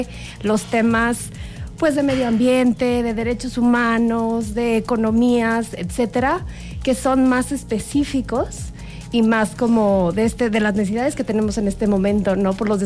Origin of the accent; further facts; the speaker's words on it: San Luis Potosí, Mexico; O en mi tierra, yo soy de San Luis.